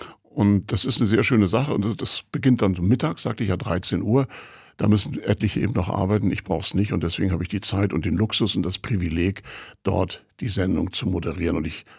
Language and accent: German; Rostock, Mecklenburg-Vorpommern, Germany; born or raised there